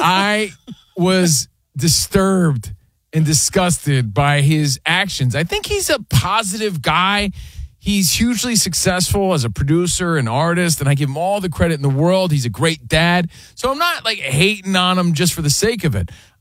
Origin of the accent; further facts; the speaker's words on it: East Coast, United States; We're from the East Coast.